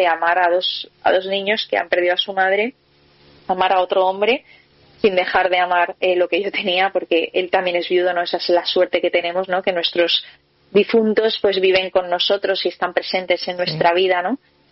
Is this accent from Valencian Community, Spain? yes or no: yes; Valencia, Valencian Community, Spain; yo soy de Valencia